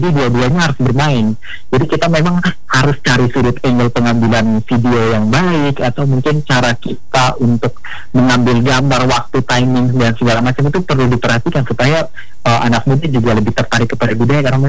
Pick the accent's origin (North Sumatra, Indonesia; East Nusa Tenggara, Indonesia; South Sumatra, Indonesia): East Nusa Tenggara, Indonesia; Rote Island; saya lahir di Pulau Rote